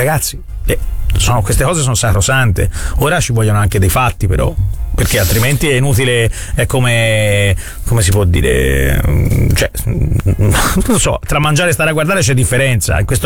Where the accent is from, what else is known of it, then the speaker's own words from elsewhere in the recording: Florence, Tuscany, Italy; perché essendo fiorentino a me piace l'ironia